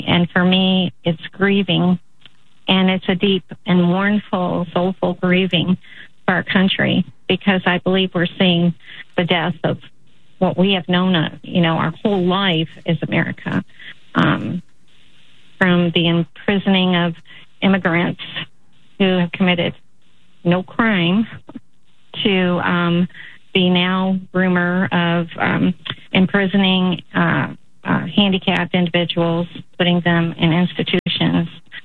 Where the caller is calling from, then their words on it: Franklin, Kentucky, United States; I'm calling from Franklin, Kentucky, which is right on the border of Tennessee. And I'm a lifelong Republican, and I'm 65 years old.